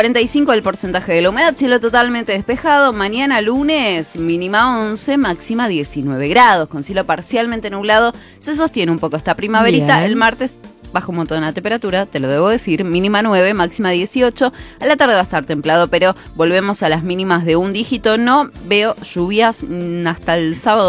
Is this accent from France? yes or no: no; Morón, Buenos Aires Province, Argentina; mirá lo pueblerina que soy del conurbano, de Morón y Castelar toda la vida